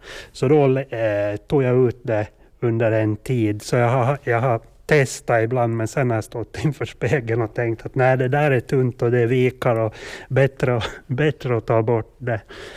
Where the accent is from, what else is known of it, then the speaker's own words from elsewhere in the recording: Åland, Åland Islands; Så de är alla bilder tagna på Åland och flera i Sviby i barndomstrakten.